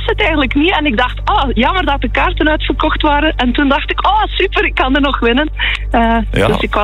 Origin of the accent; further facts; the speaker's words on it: Sint-Niklaas, Flanders, Belgium; born there; naar Sint-Niklaas. Dus mijn geboortestad en ook waar ik moet gaan werken